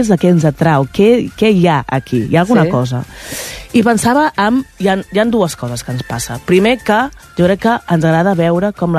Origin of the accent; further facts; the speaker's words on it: Hostalets de Balanyà, Catalonia, Spain; El meu poble, Hostalets de Balanyà, va participar-hi.